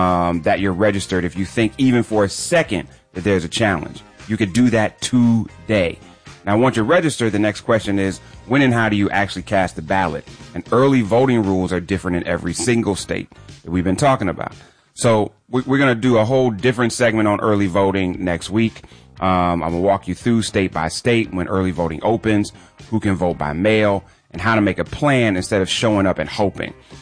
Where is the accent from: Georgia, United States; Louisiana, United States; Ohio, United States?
Ohio, United States; I grew up in Ohio